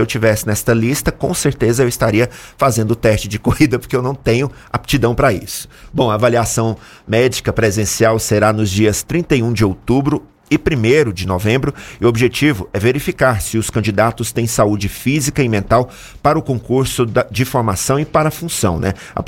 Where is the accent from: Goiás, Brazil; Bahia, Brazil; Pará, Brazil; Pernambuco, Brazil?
Goiás, Brazil; now in Federal District, Brazil; Porque eu sou do estado de Goiás, né?